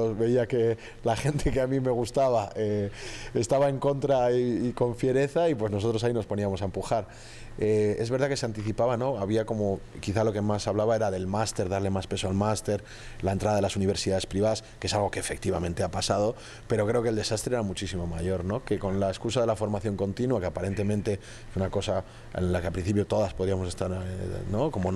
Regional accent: Basque Country, Spain; moved away as an adult; also born or lived in Belgium / Uruguay; me identifican como vasco

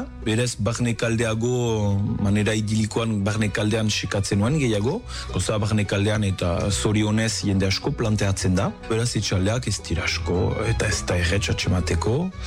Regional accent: Bayonne, Nouvelle-Aquitaine, France; Azken finean, Baionakoa naiz, eta bo, garai batez barri izan dut urrundu Baionatik

